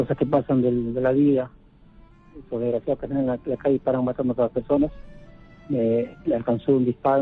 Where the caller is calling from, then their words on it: Huacho, Lima, Peru; La ciudad de Huacho